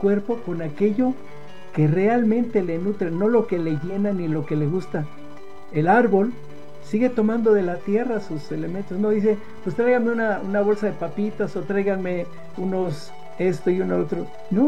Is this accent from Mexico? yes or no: yes; Mexico